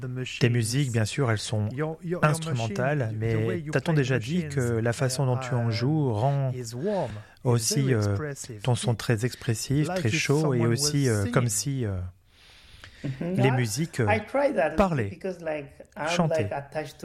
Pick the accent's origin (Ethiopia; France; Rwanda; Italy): Ethiopia; Debre Berhan, Amhara; moi, je viens de la région de Debre Berhan, dans la région Amara.